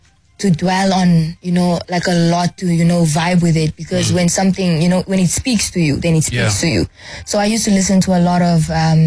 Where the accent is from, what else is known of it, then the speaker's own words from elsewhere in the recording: Namibia; now in Johannesburg, South Africa; It's like I'm coming from Namibia, from this place where we're only a population of 2.9 to 3 million.